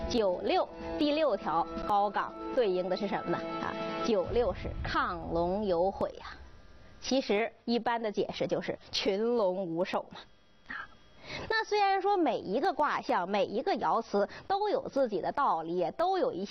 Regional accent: China; 我们中国人

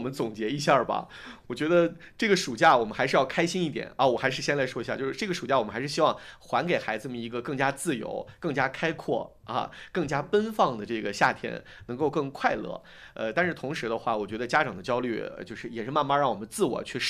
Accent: Hebei, China; 就是咱们河北人都这么爱学习吗？

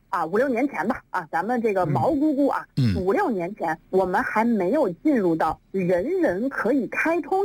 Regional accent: China; 我觉得这个我们中国人特别熟悉，就是你老讲狼来了，是吧？

